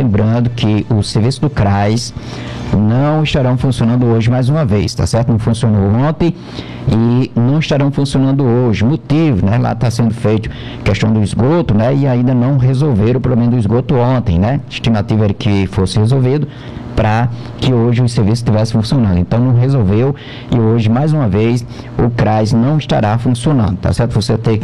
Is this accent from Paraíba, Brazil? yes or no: yes; Campina Grande, Paraíba, Brazil; moved away; Campina Grande, tá lá na minha terra